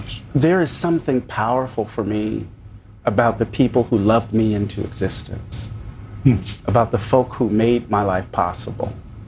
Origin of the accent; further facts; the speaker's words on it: Moss Point, Mississippi, United States; Well, I'm from Mississippi.